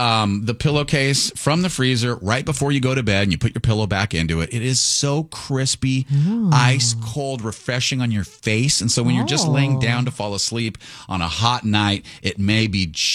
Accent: Escondido, California, United States; growing up in Escondido. We did not have an air conditioner in my home. And just so you know, Escondido is one of the hottest inland cities around August.

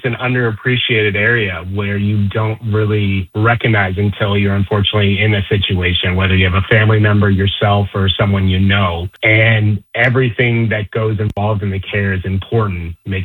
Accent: Pittsburgh, Pennsylvania, United States; moved away as an adult; now in Philadelphia, United States; I'm born and raised in Pittsburgh and grew up there, I live in Philadelphia now

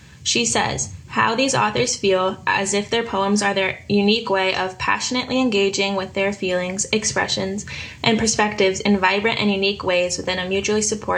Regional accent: Santa Barbara, California, United States; I'm also 20 years old, but I'm from Santa Barbara, California.

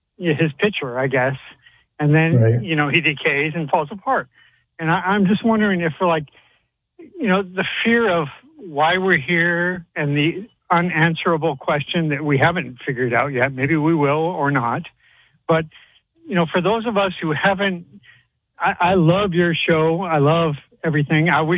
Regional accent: Sedona, Arizona, United States; And well, I grew up in Sedona, Arizona.

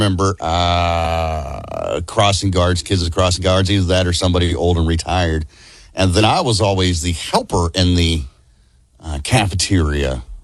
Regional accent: Alabama, United States; growing up in Alabama

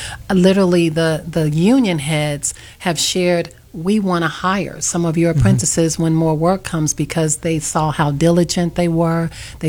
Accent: Chicago, Illinois, United States; born or raised there; also born or lived in Los Angeles

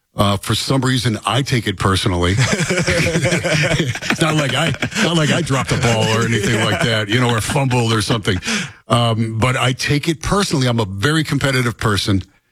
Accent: Rust Belt, United States; born or raised there

